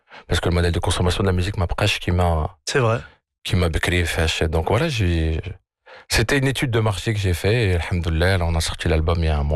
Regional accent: France; moved away as an adult; now in Morocco; je suis originaire de France, j'ai grandi et né en France

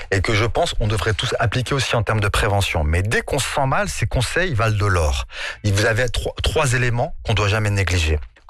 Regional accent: Morocco

